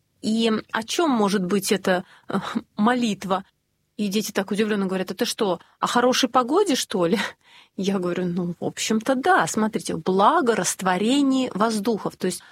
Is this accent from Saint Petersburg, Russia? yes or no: yes; Saint Petersburg, Russia; мы, петербуржцы